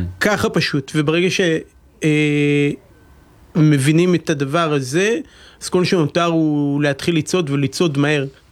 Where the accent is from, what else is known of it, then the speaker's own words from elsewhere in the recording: Jerusalem, Jerusalem District, Israel; born there; גדלתי בתנועת הצופים בירושלים